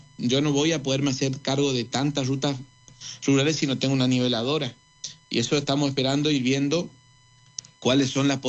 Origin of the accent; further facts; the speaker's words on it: Corrientes, Argentina; Nosotros somos gauchos. Nosotros somos gente de Alpargata que trabajamos todos los días para que cambie nuestra provincia